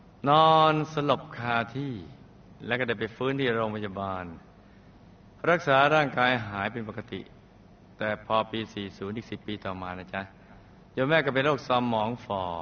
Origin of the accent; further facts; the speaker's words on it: Bangkok, Thailand; born there; ผมเกิดที่กรุงเทพ